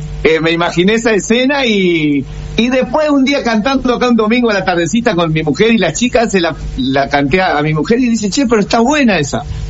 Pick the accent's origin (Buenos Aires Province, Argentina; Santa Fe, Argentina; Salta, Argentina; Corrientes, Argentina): Santa Fe, Argentina; Yo soy hincha Unión, yo soy tatengue porque soy santafesino